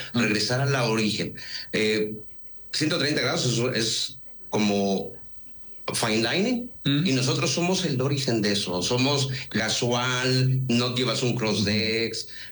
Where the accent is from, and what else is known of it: Mexico; now in Mérida, Mexico